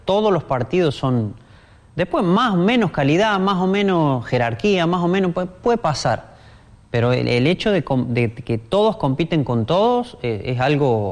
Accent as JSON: {"language": "Spanish", "country": "Argentina", "said": "pasa eso con lo competitivo que somos"}